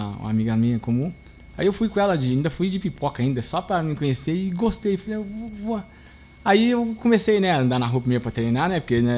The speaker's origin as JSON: {"language": "Portuguese", "town": "Itapetininga", "region": "São Paulo", "country": "Brazil", "said": "de Tapetininga são dois. Eu e a Camila Carvalho e o Zé Luiz de Pilar do Sul."}